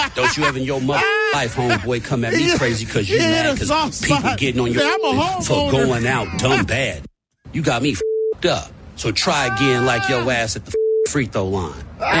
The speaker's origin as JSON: {"language": "English", "town": "Oakland", "region": "California", "country": "United States", "said": "Well, motherfucker, I'm from Oakland, California"}